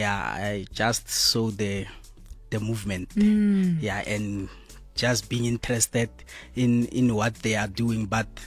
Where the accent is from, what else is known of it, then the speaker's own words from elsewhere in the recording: Pretoria, Gauteng, South Africa; also born or lived in Mpumalanga; I grew up in Pretoria, you know, 012 Kopitori.